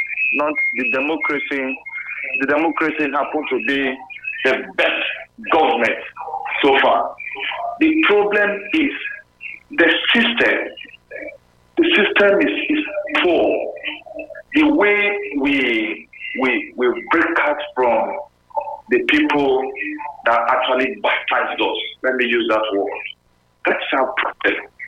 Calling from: Benin City, Edo, Nigeria; I'm calling from Benin.

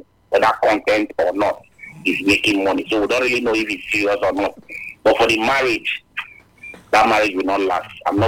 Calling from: Nigeria; I'm calling from Warake, Nawahi.

